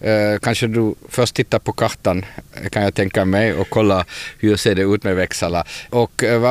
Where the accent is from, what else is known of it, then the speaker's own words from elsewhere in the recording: Vörå, Ostrobothnia, Finland; min hemkommun i Vörå